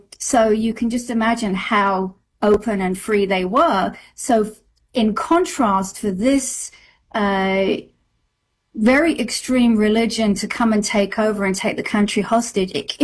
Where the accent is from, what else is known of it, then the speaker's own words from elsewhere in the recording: United Kingdom; So I said, well, I'm a British citizen, and this is a democracy, and we have freedom of speech.